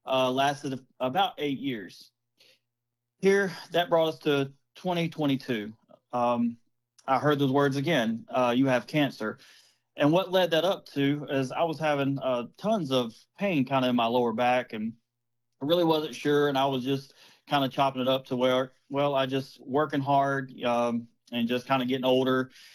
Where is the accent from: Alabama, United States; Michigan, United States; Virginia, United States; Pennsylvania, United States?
Alabama, United States; Dothan; born or raised there